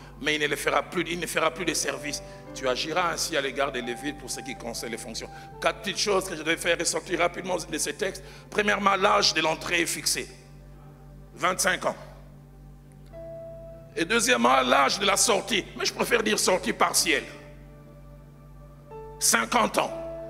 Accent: Kinshasa, DR Congo; Chez moi à Kinshasa

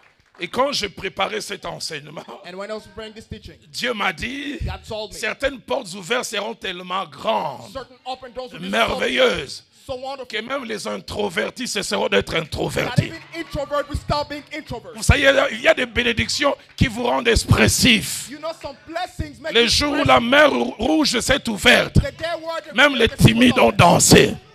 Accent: Kinshasa, DR Congo; Ah, il n'y a que les Kinois qui pourront comprendre cela. Chez nous, à Kinshasa, on dit ceci.

